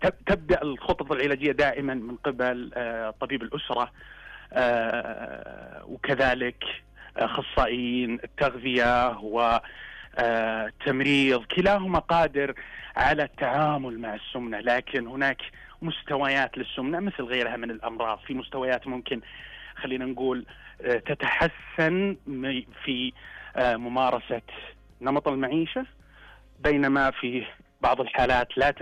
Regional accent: Saudi Arabia

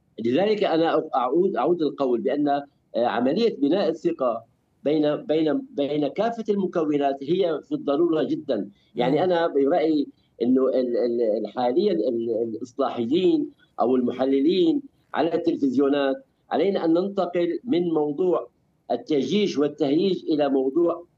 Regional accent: Syria; سوري، أنا أستظل بدولة سورية

